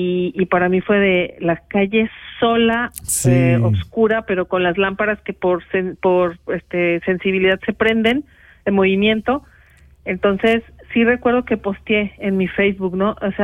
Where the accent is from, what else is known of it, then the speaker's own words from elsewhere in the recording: Mexico; moved away as an adult; now in Switzerland; Yo vengo de México, que es un país que es maravilloso, es precioso, tiene muchísima cultura, tiene cosas bellísimas